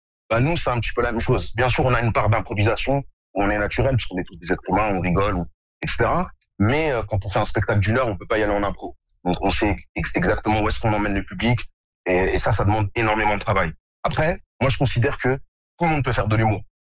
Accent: Morocco; parce que moi je suis marocain mais je suis aussi noir.

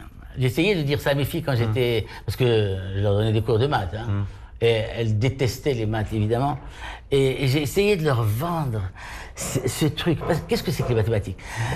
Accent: France; À Paris, je ne suis dans aucun musée. Je suis français, ça se voit pas sur ma tête

